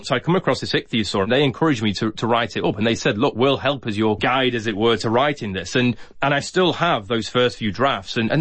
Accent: Doncaster, Yorkshire and the Humber, United Kingdom; As a youngster growing up in Doncaster, many of our family trips ended up going to the Yorkshire coastline.

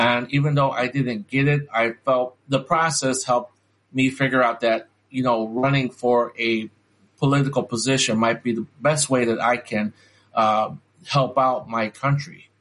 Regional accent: Cicero, Illinois, United States; also born or lived in Chicago; Well, I'm originally from, I was born in the Little Village section of Chicago, and then I spent a large chunk of my life actually living in Cicero, nice.

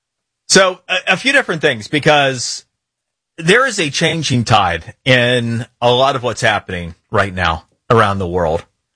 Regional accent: Florida, United States; this has been something I literally have been working on in my home state of Florida

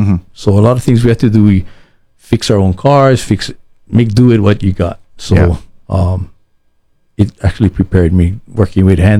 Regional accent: Maui, Hawaii, United States; I grew up on Maui, so we really didn't have that much contact with our fire department back then. I lived up in upcountry Maui

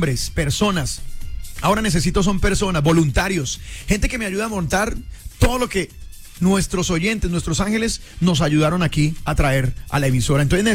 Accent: Colombia; now in Villavicencio, Colombia; de cómo somos nosotros los colombianos de buenos, porque no solamente es aquí en Villavicencio

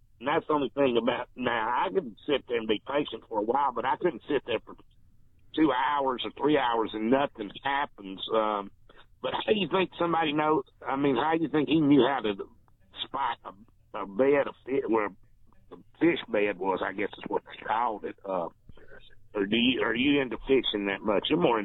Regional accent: Guntersville, Alabama, United States; We grew up in Lake Gunnersville. This was back around 1971, so that was a while back ago.

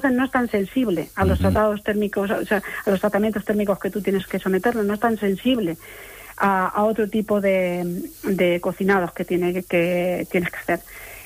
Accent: Toledo, Castilla-La Mancha, Spain; born there; Eso también es un guiño a mi tierra. Yo nací en Toledo y, bueno, el mazapán en Toledo, pues claro.

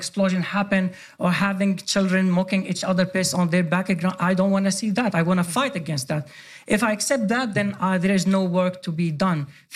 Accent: Sweden; Yeah, no, very appreciated because I grew up in Sweden.

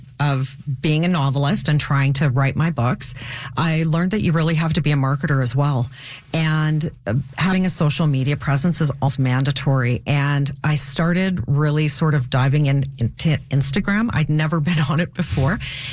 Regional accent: Winnipeg, Manitoba, Canada; I'm from Manitoba, I'm from Winnipeg.

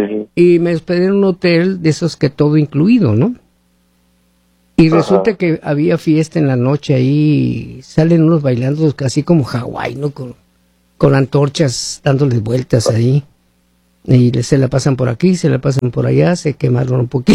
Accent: Hermosillo, Sonora, Mexico; now in United States; allá en mi tierra, en Hermosillo, Sonora, México

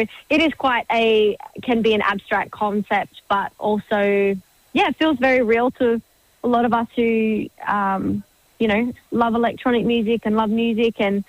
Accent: Alice Springs, Northern Territory, Australia; And I'm from Alice Springs and we're nowhere near that now, which is really sad.

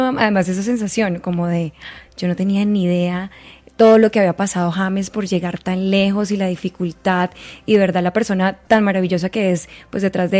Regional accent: Colombia; ese también es el deseo de nosotros como colombianos y hinchas

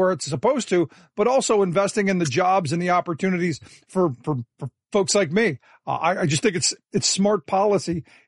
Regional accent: Cleveland, Ohio, United States; No, look, I grew up in Cleveland

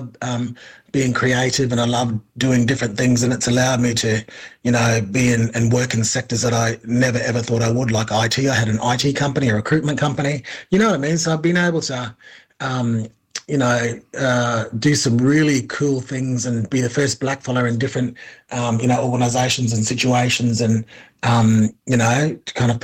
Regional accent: Darwin, Northern Territory, Australia; growing up in Darwin, there's lots of I saw, you know, different Aboriginal people in business.

